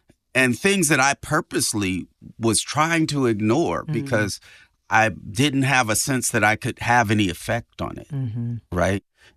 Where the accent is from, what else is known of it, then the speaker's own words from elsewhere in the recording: California, United States; And, you know, obviously I come from the Bay Area, so I'm going to shoot shots on that behalf.